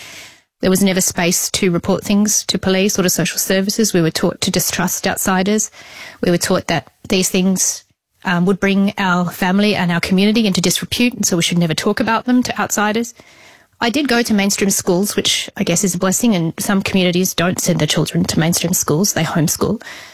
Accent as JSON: {"language": "English", "country": "Australia", "tie": "born or raised there", "said": "I am obviously Australian. I was raised fifth generation inside the group here in Australia. I came from a rural remote community, which is relatively common."}